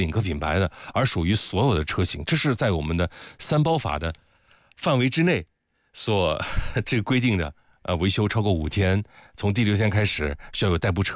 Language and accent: Chinese; Hangzhou, Zhejiang, China; 因为咱都是杭州的，我对路面比较清楚。